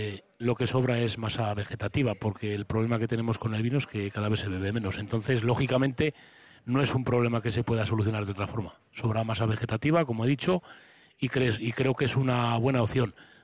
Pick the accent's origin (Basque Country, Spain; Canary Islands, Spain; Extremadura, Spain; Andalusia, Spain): Basque Country, Spain; Kripan; yo soy muy de Gripán